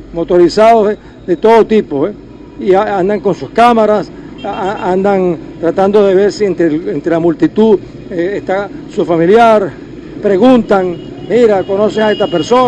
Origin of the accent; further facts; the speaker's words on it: Venezuela; estoy gratamente sorprendido de la forma como las venezolanas y venezolanos estamos actuando en un momento de crisis.